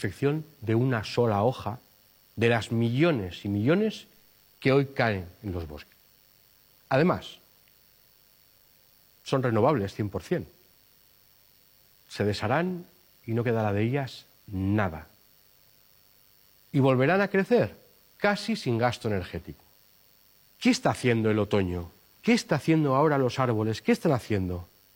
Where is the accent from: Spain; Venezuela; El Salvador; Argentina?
Spain; Navarre; los bosques de mi tierra allá en Navarra